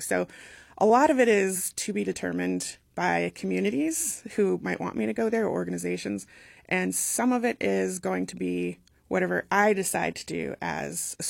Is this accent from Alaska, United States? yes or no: yes; Alaska, United States; now in Juneau, United States; I'm Tlingit and Dena'ina. I was born in Craig on Prince of Wales Island, but as my dad was a state trooper, we moved pretty much every year. So I grew up literally all over Alaska. So Alaska is my home.